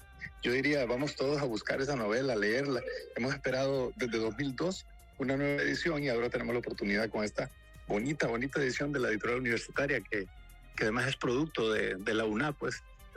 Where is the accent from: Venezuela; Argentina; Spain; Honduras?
Honduras; la novela que mejor nos representa como hondureños, y es la novela que con la que probablemente todos podamos sentirnos identificados